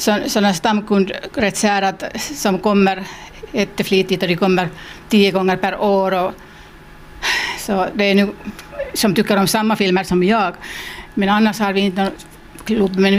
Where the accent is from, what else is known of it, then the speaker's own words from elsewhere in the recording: Southwest Finland, Finland; moved away; Jag kommer från Salotrakten.